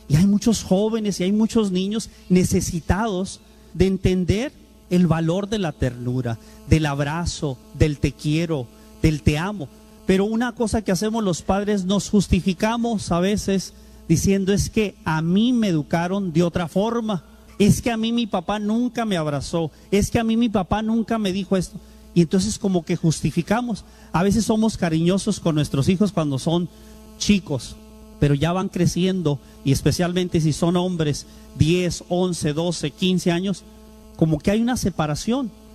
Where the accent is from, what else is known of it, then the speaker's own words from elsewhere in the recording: Tijuana, Baja California, Mexico; born there; yo nací aquí en Tijuana.